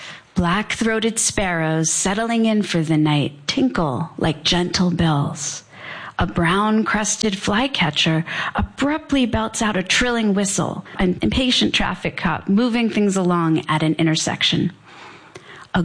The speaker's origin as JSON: {"language": "English", "town": "Providence", "region": "Rhode Island", "country": "United States", "tie": "born or raised there", "said": "I grew up in Providence, Rhode Island."}